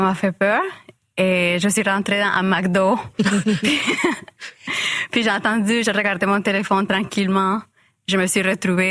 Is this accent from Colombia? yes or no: yes; Colombia; French is a second language; moved away as an adult; now in Quebec, Canada; après je suis retournée en Colombie.